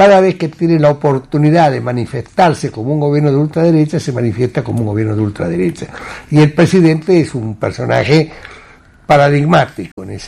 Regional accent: Argentina; Todos somos argentinos

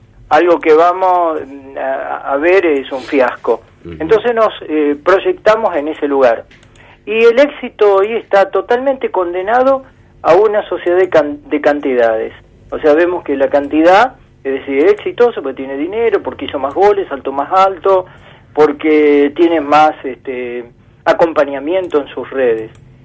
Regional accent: Argentina; cómo somos los argentinos

